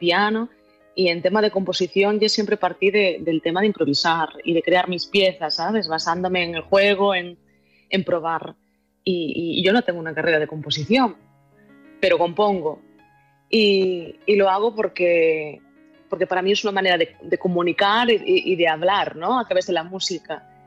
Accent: Galicia, Spain; Porque soy una persona que, como buena gallega, pues dudo un montón

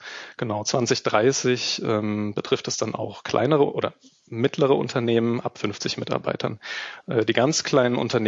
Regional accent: Germany; Das sind wir als Deutsche und als Europäer

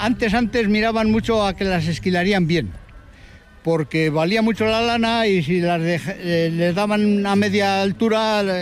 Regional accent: Brieva de Cameros, La Rioja, Spain; Que soy de aquí de Briva de Cameros, nacido y me he criado aquí toda la vida y estamos por conservar la tradición.

